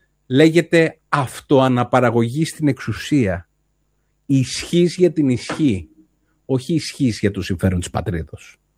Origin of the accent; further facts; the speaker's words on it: Greece; Και είμαι Έλληνας και είμαι πρώτα Έλληνας